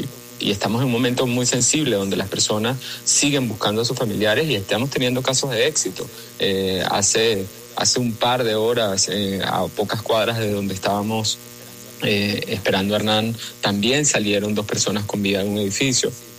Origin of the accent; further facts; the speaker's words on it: Venezuela; Yo te puedo decir, como un venezolano de 31 años, que nunca, nunca habíamos vivido algo así en Venezuela en los años recientes.